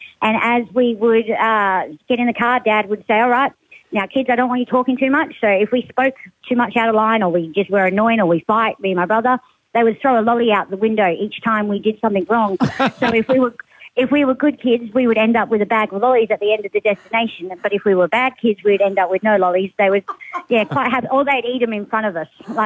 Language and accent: English; Western Australia, Australia; I was from West Australia.